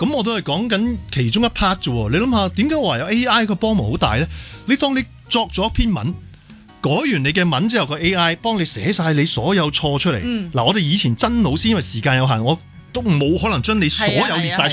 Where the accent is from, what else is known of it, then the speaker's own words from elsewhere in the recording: Hong Kong; 我哋香港人